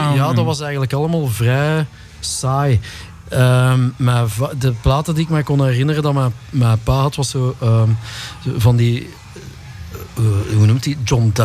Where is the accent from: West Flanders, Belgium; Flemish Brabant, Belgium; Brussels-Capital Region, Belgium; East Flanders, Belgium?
Brussels-Capital Region, Belgium; Brussels; born there; also born or lived in Wilrijk, Antwerp; Want ik ben eigenlijk oorspronkelijk van Brussel.